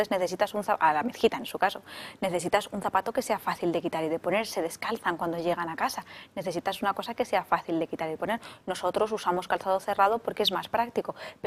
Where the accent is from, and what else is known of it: Spain